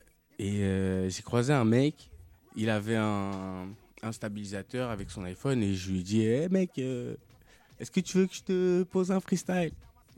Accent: Algeria; now in France; Je suis algérien.

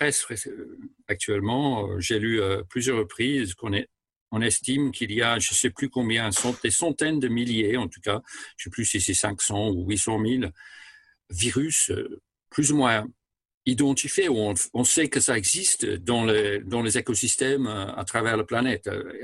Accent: France

